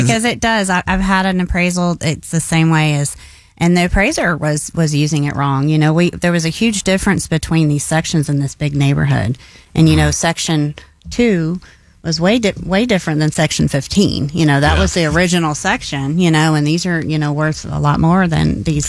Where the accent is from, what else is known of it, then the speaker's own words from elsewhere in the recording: Houston, Texas, United States; Unless I'm out of state and we're out of state somewhere and someone's, where are you from? I mean, obviously, I say Houston because if I say Cypress or Tomball, where? What is that?